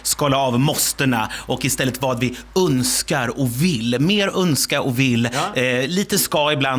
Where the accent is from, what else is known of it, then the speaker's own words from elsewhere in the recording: Örebro County, Sweden; now in Österlen, Sweden; uppe i Bergslagen utanför Bro Nora, där ute där jag kommer ifrån, ja. Uppväxt.